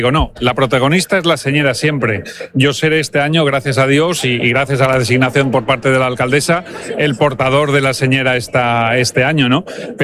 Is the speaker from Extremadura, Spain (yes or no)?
no; Valencia, Valencian Community, Spain; Un grandísimo honor como valenciano, como concejal de mi ciudad.